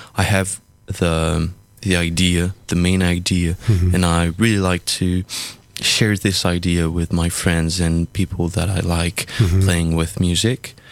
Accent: France; English is a second language; now in Brussels, Belgium; I come from France.

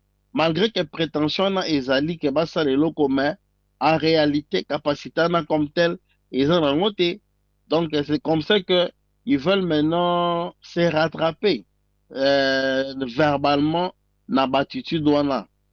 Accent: Republic of the Congo; Donc c'est aussi pour l'ambisso en tant que Congolais, nous devons aussi avoir une sommité intellectuelle qui sera à mesure de faire face.

